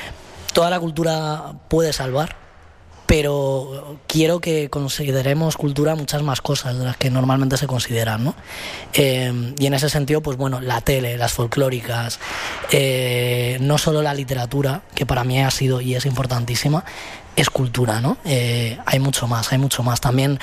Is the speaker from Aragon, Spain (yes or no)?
no; Rivas-Vaciamadrid, Community of Madrid, Spain; moved away as an adult; now in Madrid, Spain; yo he crecido en Covibar, en Rivas. Pero mi padre es de Canillejas y mi madre de San Blas, Simancas, por ahí. García Noblejas, esa zona. Y es donde yo vivo ahora, de hecho.